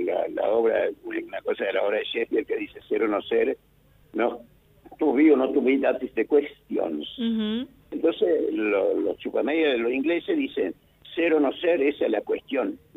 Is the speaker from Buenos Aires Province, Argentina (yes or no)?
no; Curuzú Cuatiá, Corrientes, Argentina; Yo soy correntino curuzucoatiano